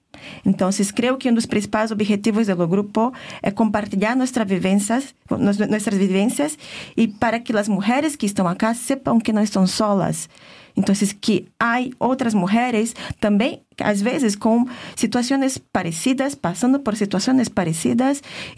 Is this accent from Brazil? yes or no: yes; Pará, Brazil; Spanish is a second language; Yo vengo de la Amazonía. Yo vengo del estado que se llama Pará. Entonces vengo de una región que es bañada por el río Tapajós, que es un río muy grande, uno de los brazos del río Amazonas.